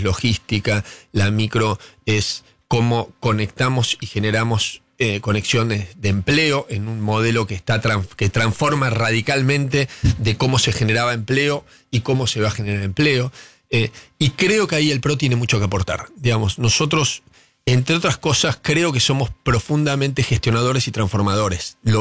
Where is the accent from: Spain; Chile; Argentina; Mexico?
Argentina; la economía estabilizada, que es era un desafío enorme que teníamos como argentinos